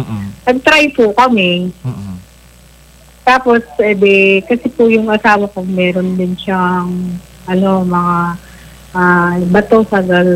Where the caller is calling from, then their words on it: San Jose City, Central Luzon, Philippines; Taga San Jose City, Nueva Ecija po